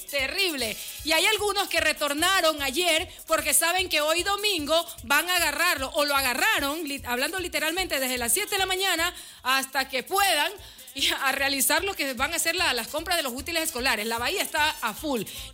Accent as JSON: {"language": "Spanish", "country": "Ecuador", "said": "Como ecuatoriana que soy"}